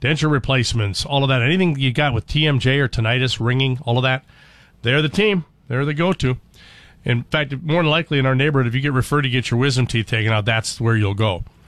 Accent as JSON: {"language": "English", "town": "San Diego", "region": "California", "country": "United States", "tie": "born or raised there", "said": "Good morning, gang. I grew up in San Diego. If we lived within a mile of the school, you walked."}